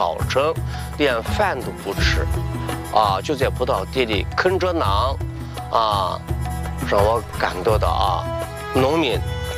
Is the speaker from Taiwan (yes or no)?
no; Turpan, Xinjiang, China; 大家好，我是新疆吐鲁番托塔沟土生土长的一个少数民族。今年呢我56岁了，我是69年的。